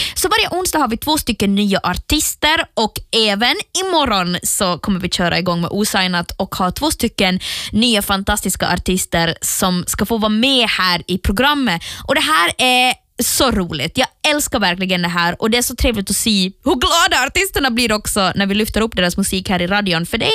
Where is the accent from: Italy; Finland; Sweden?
Finland; vi är ju ändå finnar